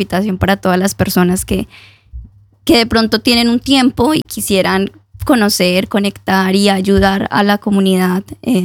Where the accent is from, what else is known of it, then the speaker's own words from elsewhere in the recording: Armenia, Quindío, Colombia; Yo soy de Armenia, Quindío. No sé si lo conocen, sí, del centro del país.